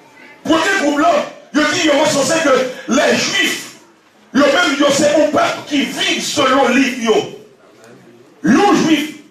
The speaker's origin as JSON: {"language": "French", "town": "Cap-Haïtien", "region": "Nord", "country": "Haiti", "said": "Vous voyez, je suis du Nord, je suis capois."}